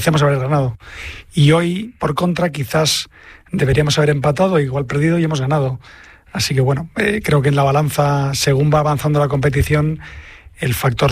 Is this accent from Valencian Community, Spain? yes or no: no; Madrid, Community of Madrid, Spain; Yo soy de Madrid, pero mi padre era de Badajoz.